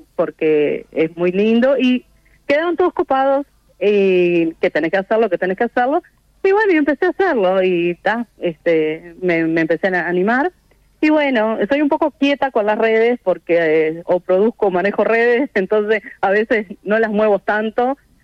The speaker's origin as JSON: {"language": "Spanish", "town": "Fraile Muerto", "region": "Cerro Largo", "country": "Uruguay", "moved": "yes", "lives_now": "Piriápolis, Uruguay", "said": "De Cerro Largo, de Fraile Muerto. Pero actualmente vivo en Piriápolis."}